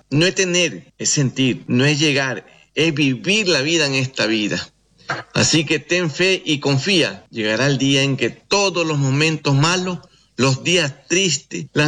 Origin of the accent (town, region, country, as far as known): Ecuador